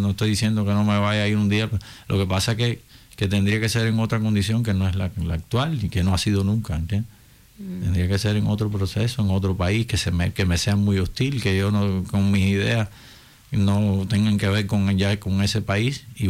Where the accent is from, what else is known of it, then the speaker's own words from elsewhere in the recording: Cuba; Eso es lo que se siente como cubano allí, porque hay mucho cubano pidiendo guerra para Cuba desde afuera.